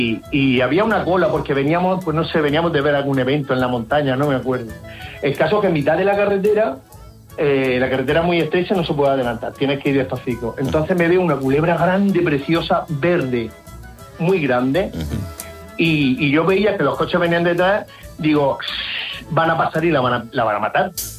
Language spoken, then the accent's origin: Spanish; Murcia, Region of Murcia, Spain; Yo soy de Murcia, y los de Murcia nos vamos a veranear o a la playa a pasar calor como perros, o nos vamos a la montaña, que por la noche se está fresquillo.